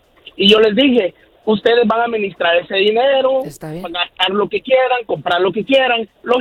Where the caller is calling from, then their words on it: Chicago, Illinois, United States; Soy troquero aquí de Chicago.